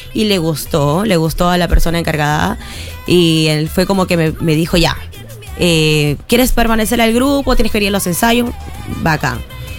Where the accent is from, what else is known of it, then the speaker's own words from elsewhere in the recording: Lima, Peru; yo soy de Lima.